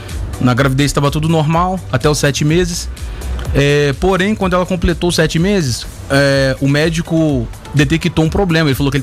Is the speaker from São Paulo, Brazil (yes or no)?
no; Barra Mansa, Rio de Janeiro, Brazil; moved away as an adult; now in Volta Redonda, Brazil; Eu sou natural de Barra Mansa, que é uma cidade vizinha de Volta Redonda.